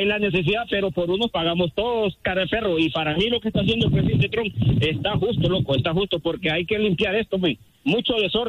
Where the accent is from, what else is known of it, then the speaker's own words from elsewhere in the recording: Pakistan; Yo soy de Pakistán, pero mi esposa es salvadoreña y aprendió a hablar español.